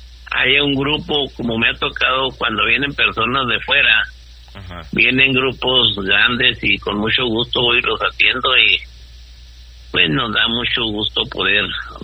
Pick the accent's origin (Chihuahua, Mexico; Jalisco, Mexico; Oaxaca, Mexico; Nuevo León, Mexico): Chihuahua, Mexico; Delicias; moved away; mi tierra querida, Delicias.